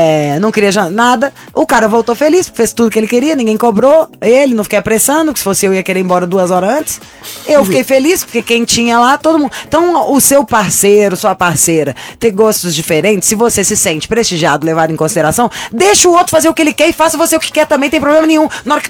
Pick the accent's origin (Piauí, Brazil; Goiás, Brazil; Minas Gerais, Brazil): Minas Gerais, Brazil; Belo Horizonte; moved away; eu sou de Belo Horizonte, família inteira mora lá.